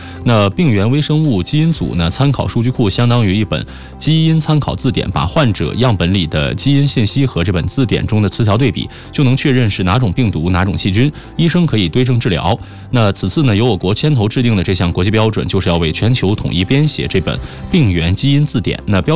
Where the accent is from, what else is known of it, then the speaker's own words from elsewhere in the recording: Hebei, China; now in Fuzhou, China; 从福州应该能开到我老家河北哈，